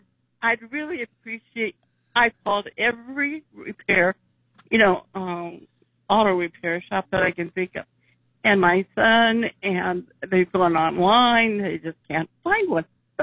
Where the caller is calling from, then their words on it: Nebraska, United States; I'm from Nebraska, remember?